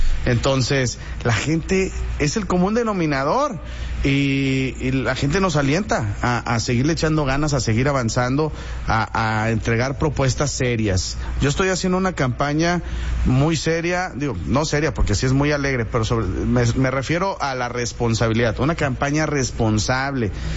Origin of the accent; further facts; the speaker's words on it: Saltillo, Coahuila, Mexico; para servir a mi ciudad, para servir a mi tierra, para servir a la gente y sobre todo para hacer cosas buenas por Saltillo.